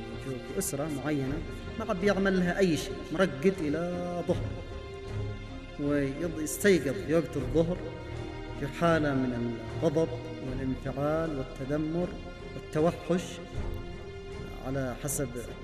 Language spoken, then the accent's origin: Arabic; Yemen; عندنا في اليمن